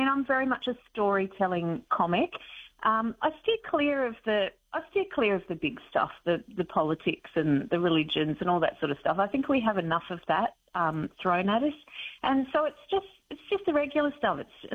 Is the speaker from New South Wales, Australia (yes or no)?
yes; Mullumbimby, New South Wales, Australia; I'm from Mullumbimby, so it's the same sort of feel. And being from Mullumbimby, well, really, we have to be comedians, don't we? All of us.